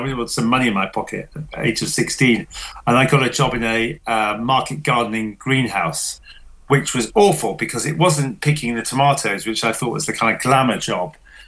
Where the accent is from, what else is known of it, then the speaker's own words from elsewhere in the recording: Yorkshire and the Humber, United Kingdom; I grew up in East Yorkshire, in the north of England